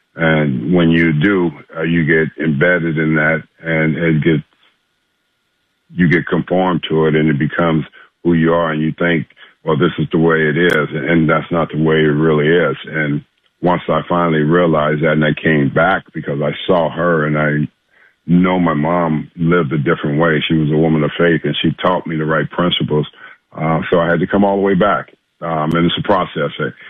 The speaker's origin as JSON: {"language": "English", "town": "Los Angeles", "region": "California", "country": "United States", "tie": "born or raised there", "said": "I wasn't afraid because I'm born and raised in South Central. I know how to defend myself."}